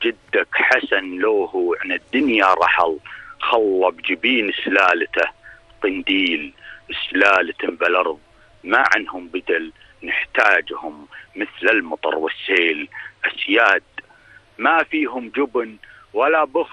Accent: Saudi Arabia; في بلدنا المملكة العربية السعودية

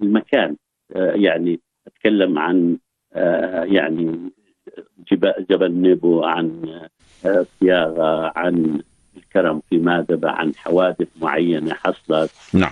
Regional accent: Jordan; إحنا عندنا بالأردن

